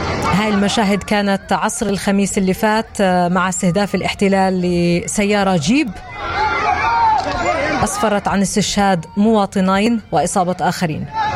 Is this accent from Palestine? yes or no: yes; Palestine; كلنا فلسطينيين ونشبه بعض اصلا ولهجتنا لهجات متقاربه